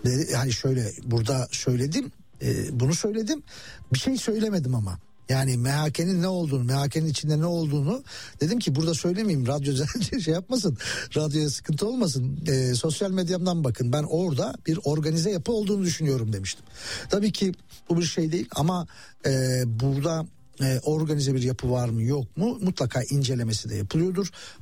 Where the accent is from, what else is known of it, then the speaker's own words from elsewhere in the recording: Muş, Muş Province, Turkey; born there; moved away; Muşspor'u takip ediyorum. Memleketimin takımı.